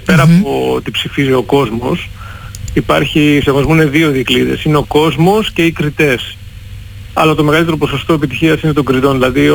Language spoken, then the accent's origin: Greek; Patras, West Greece, Greece; now in Athens, Greece; ξέρουν ότι η καταγωγή μου είναι από την Πάτρα.